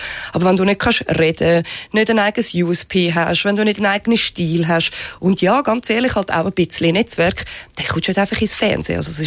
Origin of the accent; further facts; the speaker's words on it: Switzerland; accent: Swiss German; first language Swiss German; German is a second language; es ist auch jetzt gerade für mich unheimlich entspannend, Schweizerdeutsch zu reden. Weil das ist meine Muttersprache und nicht Hochdeutsch. Und das Schlimme ist halt einfach, ich bin in Deutschland immer ein Ausländer